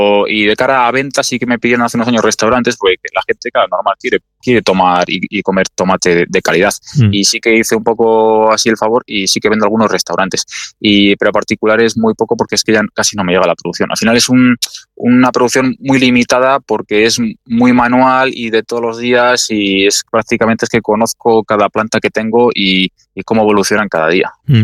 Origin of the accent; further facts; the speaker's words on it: Alcázar de San Juan, Castilla-La Mancha, Spain; Y es que en mi pueblo sale mucho, de hecho, nuestro gentilicio es alcazareño, pero nuestro mote es mielgueros, nos llaman los mielgueros a los de mi pueblo.